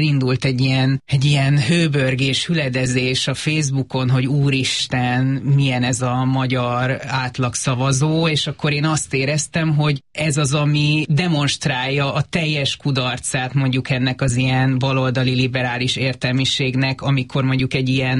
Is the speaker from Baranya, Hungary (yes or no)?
yes; Pécs, Baranya, Hungary; born or raised there